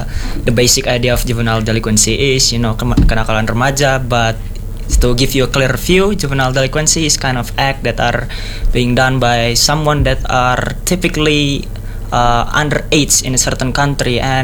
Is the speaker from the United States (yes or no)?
no; Jakarta, Indonesia; English is a second language; now in East Java, Indonesia; And I'm originally come from Jakarta, but now I'm taking education right here.